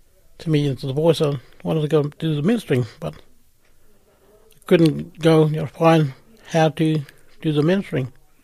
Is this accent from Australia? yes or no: yes; Port Augusta, South Australia, Australia; moved away as an adult; also born or lived in APY lands; now in Western Australia, Australia; when I was growing up in Port Augusta, there's a mission there. I think there's a Brethren Church. I learned from about God from there and grew up there and all those years and until mid-90